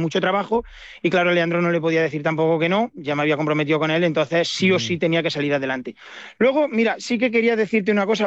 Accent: Puente del Arzobispo, Castilla-La Mancha, Spain; Y ahí sí que entra todo mi pueblo. Yo soy nacido y criado en Puente del Arzobispo, no me quería mover de ahí.

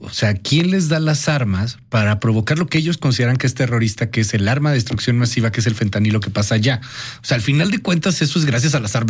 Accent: Mexico; Como buen mexicano, yo me metí y dije, no, aquí corto rápidamente.

